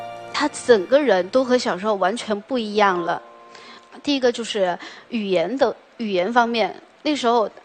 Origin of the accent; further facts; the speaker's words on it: Guizhou, China; 他听不懂我们贵州话